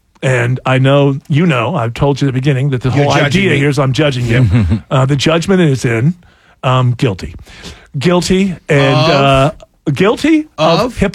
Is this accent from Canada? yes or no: no; New York, United States; moved away as an adult; now in Atlanta, United States; I'm a Bills fan because I grew up in Western New York.